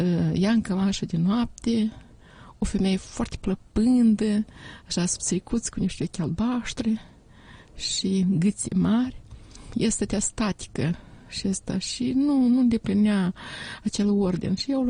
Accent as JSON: {"language": "Romanian", "town": "Chirileni", "region": "Ungheni District", "country": "Moldova", "tie": "born or raised there", "said": "au smuls covorul de perete la noi, la satul meu, Chirileni Ungheni, de unde sunt eu."}